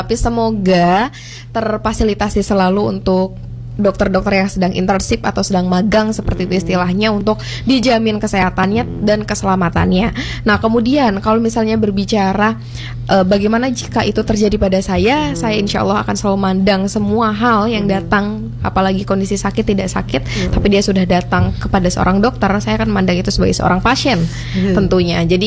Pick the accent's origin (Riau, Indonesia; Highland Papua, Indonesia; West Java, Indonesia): West Java, Indonesia; Saya dari Jawa Barat, di mana sih yang dalam orang Sunda seperti itu.